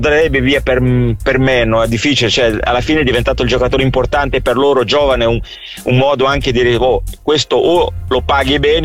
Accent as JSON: {"language": "Italian", "country": "Brazil", "moved": "yes", "said": "sono brasiliano"}